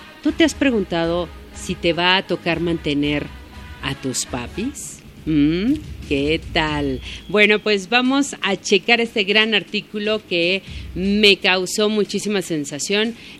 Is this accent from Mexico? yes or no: yes; Mexico; muy pocos somos los mexicanos